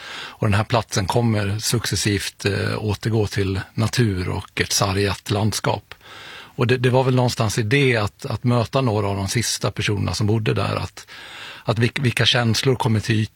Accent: Svärdsjö, Dalarna County, Sweden; born there; moved away

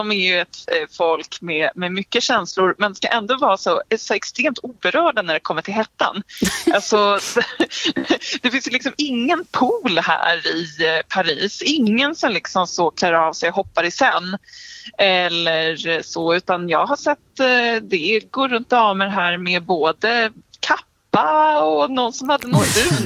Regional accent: Sweden

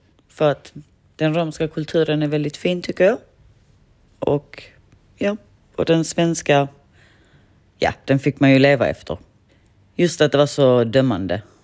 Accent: Sweden; Jag är lika mycket romji som jag är lika mycket svensk

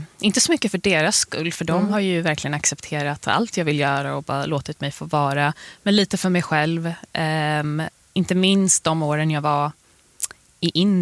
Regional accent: Botkyrka, Stockholm County, Sweden; born or raised there; also born or lived in Afghanistan / Russia

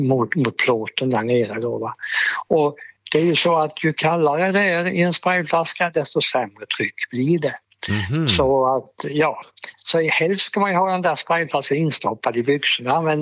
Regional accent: Sävsjö, Jönköping County, Sweden; Så jag gick ner till biblioteket hemma i Sävsjö och lånade en bok om hur tändsystem fungerar på motorer.

